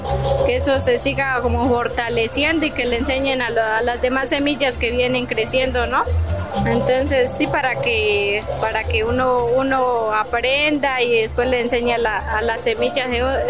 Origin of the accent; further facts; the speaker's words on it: Cauca, Colombia; vengo de la vereda de Huellas.